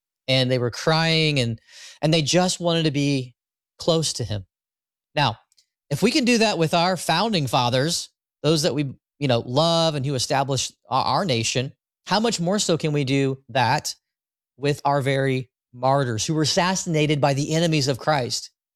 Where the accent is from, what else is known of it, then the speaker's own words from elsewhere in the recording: Richmond, Indiana, United States; my hometown of Richmond, Indiana